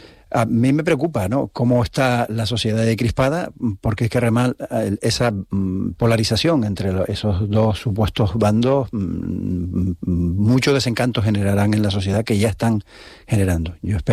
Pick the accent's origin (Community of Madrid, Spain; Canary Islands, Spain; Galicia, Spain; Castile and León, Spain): Canary Islands, Spain; la nuestra en Canarias